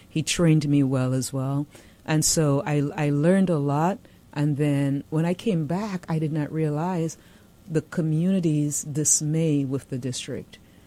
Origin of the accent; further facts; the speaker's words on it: U.S. Virgin Islands; And I'm from St. Croix.